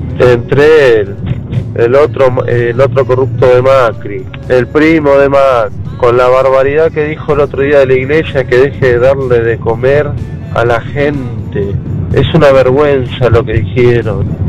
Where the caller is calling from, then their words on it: San Miguel de Tucumán, Tucumán, Argentina; Soy también de San Miguel.